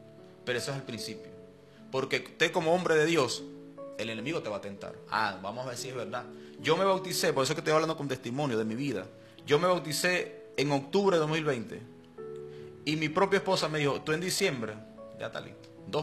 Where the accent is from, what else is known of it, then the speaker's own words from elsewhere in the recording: Punto Fijo, Falcón, Venezuela; Yo vengo de Punto Fijo, Falcón.